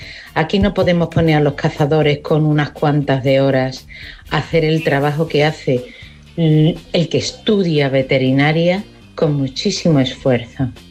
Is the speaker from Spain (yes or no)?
yes; Seville, Andalusia, Spain